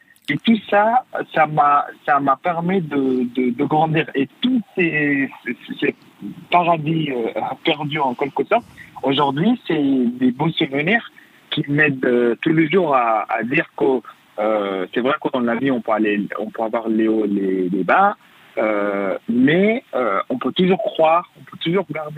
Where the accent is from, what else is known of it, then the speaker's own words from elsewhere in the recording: Darfur, Sudan; now in France; mon pays d'origine, le Soudan, et mon pays d'adaptation, où j'étais adopté, la France.